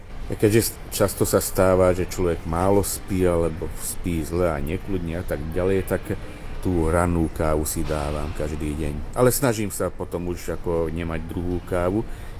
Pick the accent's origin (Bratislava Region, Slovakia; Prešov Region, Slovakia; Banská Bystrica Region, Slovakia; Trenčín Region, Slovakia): Bratislava Region, Slovakia; Bratislava; moved away as an adult; also born or lived in southern Slovakia; now in Budapest, Hungary; tak je to moje rodné mesto a ak mám v živote na niečo šťastie, tak na Bratislavu áno, že aj keď som sa teda oficiálne dávno odtiaľ odsťahoval